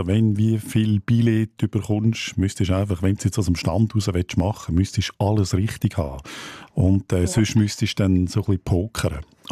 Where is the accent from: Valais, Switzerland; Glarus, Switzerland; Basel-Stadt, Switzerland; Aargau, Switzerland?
Aargau, Switzerland; Dann kommen wir zu meiner Heimat, zu meinem Heimatkanton. Die vierte Behauptung. Der Kanton Aargau, behaupte ich, grenzt auch an Kanton Uri.